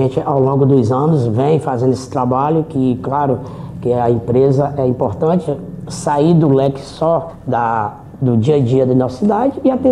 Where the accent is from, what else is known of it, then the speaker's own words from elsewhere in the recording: Brazil; born there; A gente veio aqui da região da Trisdela, nasci aqui no povoado Marica, ali próximo ali da Lagoa Grande.